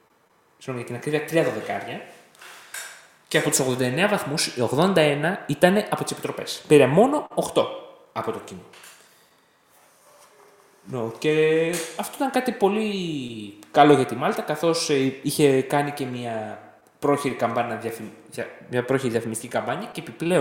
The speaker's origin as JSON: {"language": "Greek", "country": "Greece", "said": "που αρχίζαμε και εμείς σαν Έλληνες να το πιστεύουμε"}